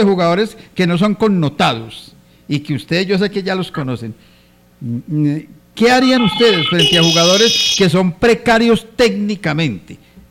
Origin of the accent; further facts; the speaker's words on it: Balboa, Colombia; born there; Yo nací en Balboa